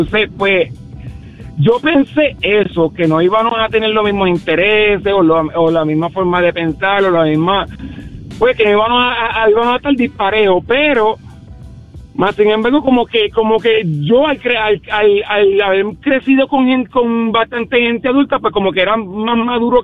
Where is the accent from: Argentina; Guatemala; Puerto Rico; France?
Puerto Rico; Ponce; now in Aguadilla, Puerto Rico; yo soy natural de Ponce, de la Valdoriotti, que imagino que Maceta sabe dónde es.